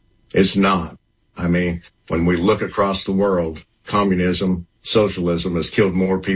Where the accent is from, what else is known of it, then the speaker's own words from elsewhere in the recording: West Virginia, United States; I grew up primarily in West Virginia